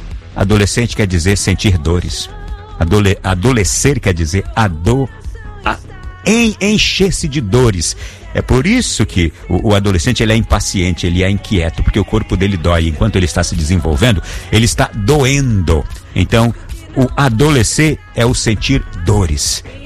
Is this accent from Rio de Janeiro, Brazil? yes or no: no; Pernambuco, Brazil; now in São Luís, Brazil; Estou em São Luís do Maranhão. Obrigado, Ilha Brasileira, Ilha de São Luís do Maranhão. Sou pernambucano do interior de Pernambuco.